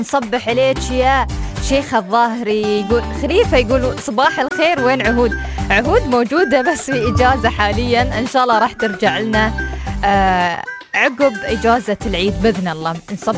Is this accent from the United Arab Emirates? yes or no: yes; United Arab Emirates; الصيف في الإمارات عندنا له طعم خاص